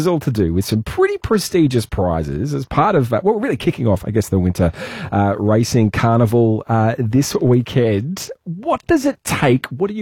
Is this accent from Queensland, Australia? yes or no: no; Melbourne, Victoria, Australia; I grew up in Melbourne and I actually lived not too far away from Flemington Racecourse.